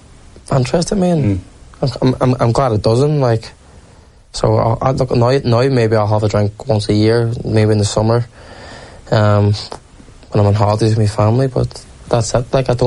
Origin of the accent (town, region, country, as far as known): Derry, Northern Ireland, United Kingdom; born or raised there